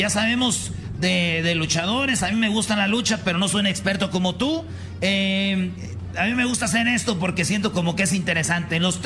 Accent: Michoacán, Mexico; Tú eres de Sonora y me llama la atención, yo soy de Michoacán

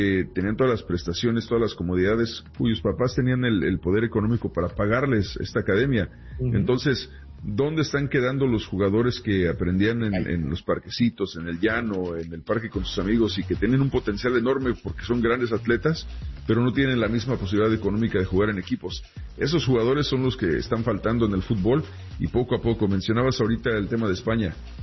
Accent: Mexico; así como los que crecimos en México lo hacíamos

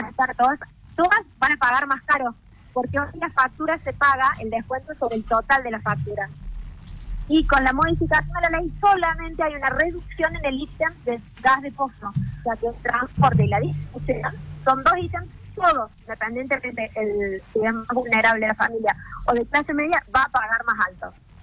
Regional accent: Argentina; Digo, todos somos argentinos y todos merecemos las mismas condiciones.

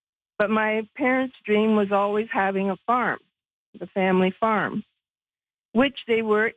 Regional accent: Norwich, Ontario, Canada; also born or lived in Montreal; got a farm just west of Norwich, Ontario, and raised three kids, two boys, my two brothers, older, and myself. And I was born on Canada Day.

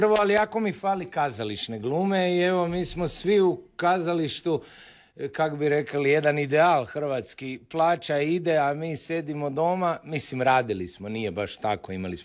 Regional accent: Zagreb, Zagreb County, Croatia; Ja sam z Vrbana, na Vrbanima. To je bio isto jedan ludi kvart, jedan miješan kvart, to su one doba univerzijade.

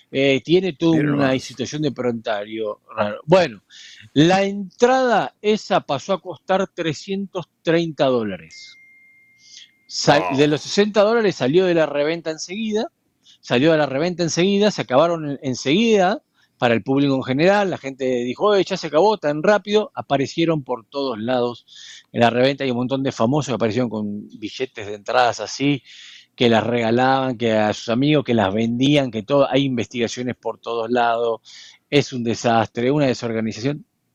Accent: Argentina; y yo soy argentino y por eso voy a usar esta frase

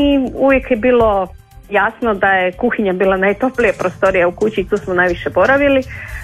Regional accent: Dalmatia, Croatia; now in Zagreb, Croatia; Naime, rođena sam i odrasla u Dalmaciji i grijanje je bilo nešto čime su se bavili roditelji

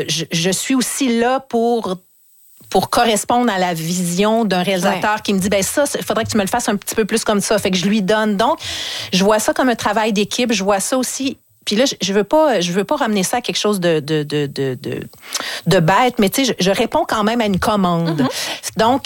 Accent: Charlesbourg, Quebec, Canada; Oui, moi, je viens de la ville de Québec, Charlebourg.

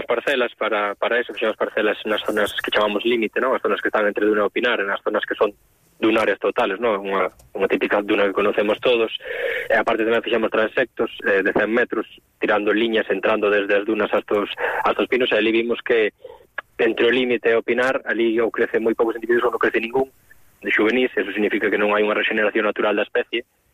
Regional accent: Camariñas, Galicia, Spain; son de Camariñas, sempre tuve un enlace moi forte ca propia planta, no? Ca especie, ca cultura da zona e tal.

